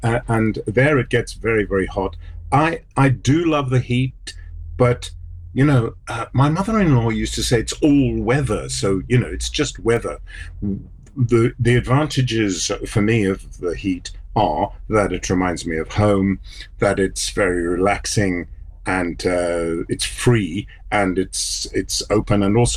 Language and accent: English; South Africa; I grew up in South Africa with weather like this